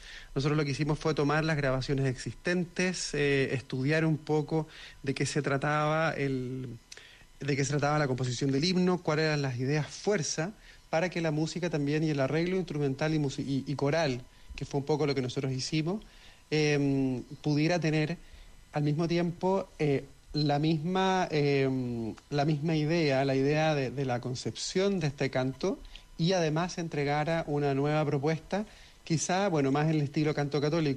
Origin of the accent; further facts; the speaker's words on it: Chile; yo creo que como todo buen chileno soy muy devoto de la Virgen del Carmen